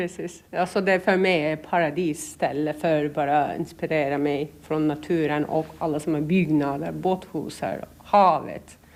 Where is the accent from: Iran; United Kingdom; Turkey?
Turkey; Istanbul; Swedish is a second language; moved away as an adult; now in Åland, Finland; jag utsprung från Istanbul, det som är lite skillnad, som är 15 miljoner till 30 000.